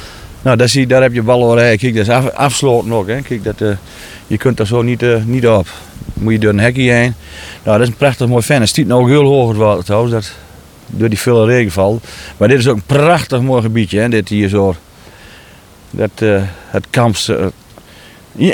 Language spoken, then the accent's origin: Dutch; Drenthe, Netherlands; Ik ben ook nooit uit Drenthe weggegaan.